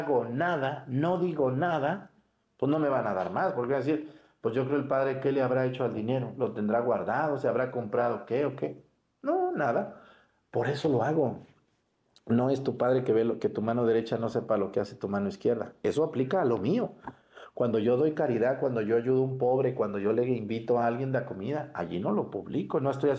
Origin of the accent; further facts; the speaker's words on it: Mexticacán, Jalisco, Mexico; moved away; en mi pueblo, en Mexticacán